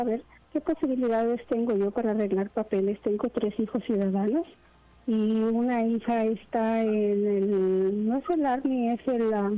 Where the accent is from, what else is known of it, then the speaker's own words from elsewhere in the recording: Mexico; Soy mexicana.